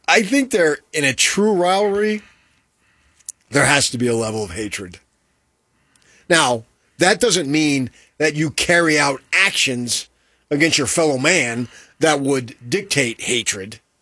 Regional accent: Arizona, United States; also born or lived in California; now in Utah, United States; when I was growing up in Arizona and then when I moved to California

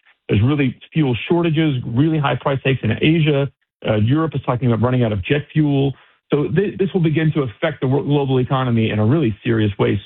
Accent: Texas, United States; I'm a Texan

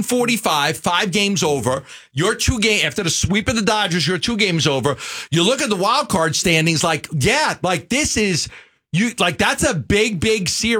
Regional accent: New York, United States; now in Phoenix, United States; I wasn't really a Phoenician. I was a New Yorker. I was a kid from New York doing a show.

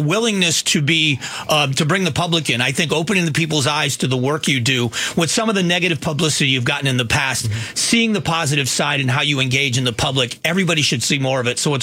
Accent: Florida, United States; I grew up on airboats. I grew up in Florida. I've been on airboats most of my life.

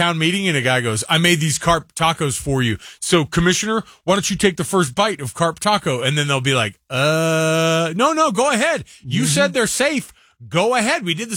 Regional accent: the South, United States; now in Utah, United States; I grew up in the South enough too

